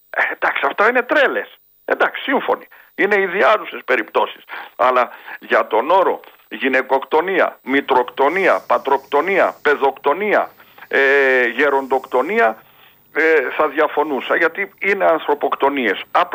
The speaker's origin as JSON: {"language": "Greek", "town": "Veltsista", "country": "Greece", "tie": "born there", "said": "Στο χωριό μου τον παλιό καιρό είχε βγει και ένα θρύλος. Στη Βελτσίστα οι γυναίκες τρώνε ξύλο."}